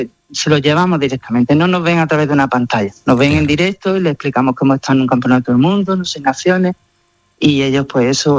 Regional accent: Bilbao, Basque Country, Spain; born there; now in Granada, Spain; Bueno, yo nací en Bilbao por ocasión, por circunstancias de la vida.

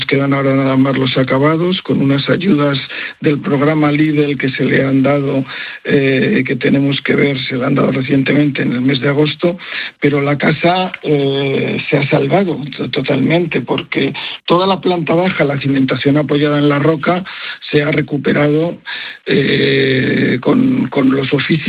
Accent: Castile, Spain; Yo soy castellano y siempre he trabajado entre Palencia y Soria, en tierra de campos

